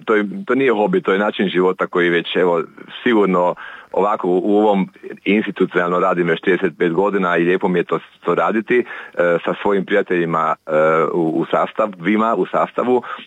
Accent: Szentpéterfa, Vas, Hungary; kod nas u Petrovom selu

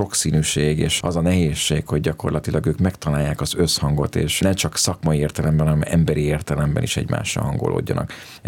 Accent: Kaposvár, Somogy, Hungary; born there; szülővárosomban alakul egy ilyen fesztivál

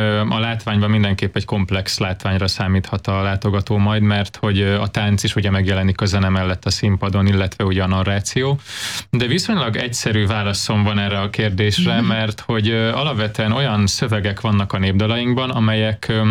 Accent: Zala, Hungary; moved away; én magam is ugye egy zalai kisfaluból származom

